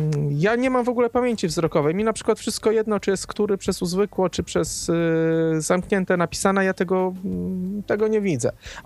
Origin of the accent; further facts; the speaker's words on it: Lviv, Lviv Oblast, Ukraine; A skąd pan jedzie? Z Wrocławia? To ja też z Lwowa.